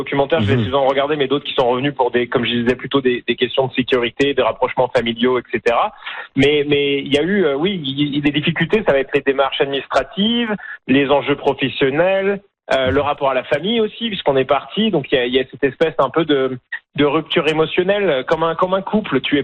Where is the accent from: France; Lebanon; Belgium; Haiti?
France; moved away as an adult; now in Sunshine Coast, Canada; Comme vous pouvez l'entendre, j'ai un accent un peu différent de l'accent franco-canadien habituel. Je suis originaire de France, mais je vis au Canada depuis une vingtaine d'années. Et donc, ça fait bien longtemps que je suis canadien et je me sens à la maison au Canada.